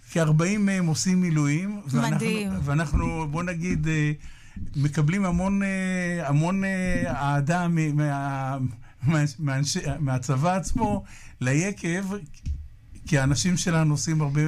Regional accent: Mishmar Ayalon, Central District, Israel; born there; also born or lived in Kfar Shmuel; אני נולדתי במשמר איילון, מושב ליד כפר שמואל שביקרת

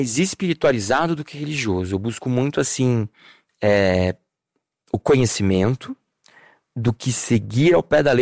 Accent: Vila Militar, Rio de Janeiro, Brazil; eu amo a minha vida, é muito legal aqui eu crescendo na Vila Militar, por exemplo, mas não é só isso.

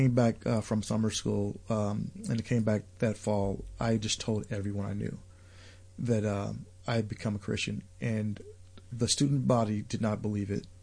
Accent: St. Louis, Missouri, United States; so I grew up in North St. Louis, and one of those towns where it was an old German town called Baden, you know.

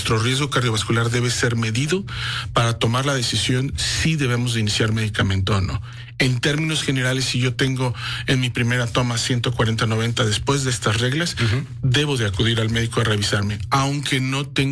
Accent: Veracruz, Mexico; yo soy de Veracruz, como dirían en Veracruz, depende el sapo o la pedrada.

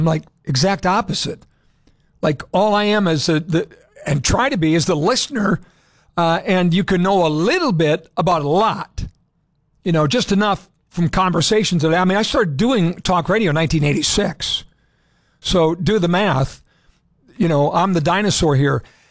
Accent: Montevideo, Minnesota, United States; I'm a city kid with roots in agriculture. And then growing up in Montevideo, grandparents in Canby, Minnesota, corn farmers

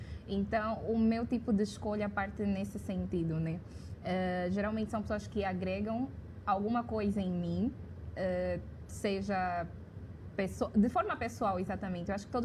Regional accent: Angola; now in Brazil; Eu venho de uma cultura, eu sou africana, eu venho de uma cultura totalmente diferente.

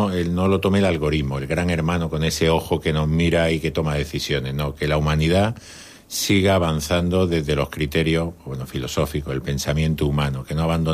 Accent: Granada, Andalusia, Spain; born there; now in Almería, Spain; yo nací en Granada, pero ya me siento un almeriense más, probablemente más almeriense que cualquier almeriense

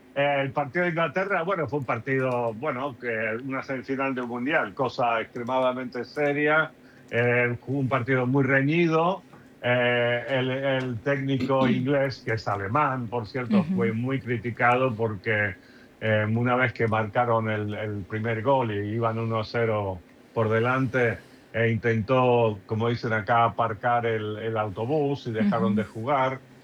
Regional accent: Buenos Aires, Argentina; yo viví en Argentina entre los 3 y los 10 años. Yo me crié en Buenos Aires.

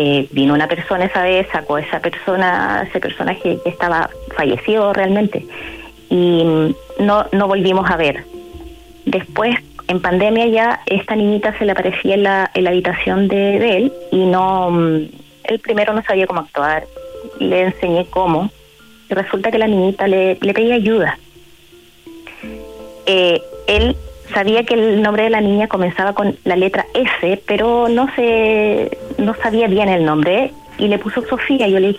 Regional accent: Curicó, Maule, Chile; Bueno, yo empezando soy de Curicó.

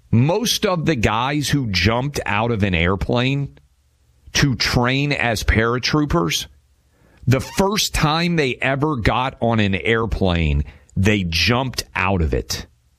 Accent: Tennessee, United States; Shiloh, in my home state of Tennessee, almost nothing has been built on that area still.

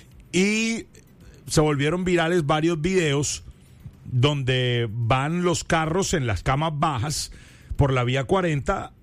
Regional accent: Colombia; Yo como colombiano

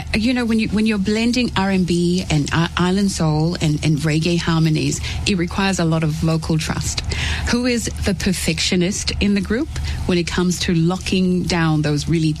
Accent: Australia; and I grew up in Australia

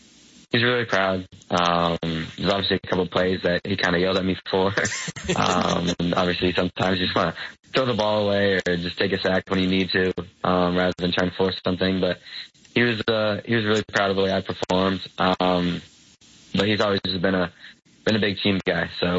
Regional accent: Connecticut, United States; growing up around the Yale community for 16 years of my life when he was a head coach

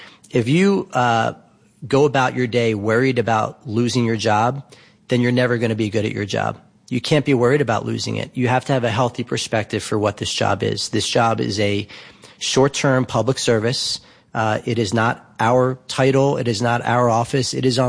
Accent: Pennsylvania, United States; I come from Pennsylvania's first district. It's Bucks and Montgomery counties in Pennsylvania.

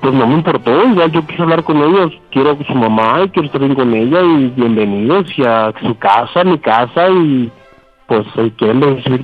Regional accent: Guerrero, Mexico; now in Guadalajara, Mexico; Tengo 27, estoy en Guadalajara, soy de Guerrero.

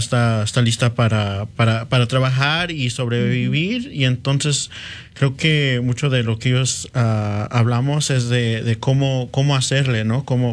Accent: California, United States; born there; also born or lived in Milwaukee; now in Madison, United States; Soy un psicoterapeuta viviendo aquí en Madison. Y ya llevo en Madison yo creo que más de 15 años. Pero nací en California, he vivido en Milwaukee y ahora estoy aquí.

